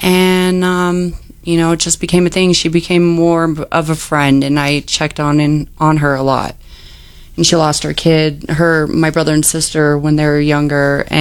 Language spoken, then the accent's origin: English; Arvada, Colorado, United States; also born or lived in Denver; And I grew up in Arvada with my grandmother.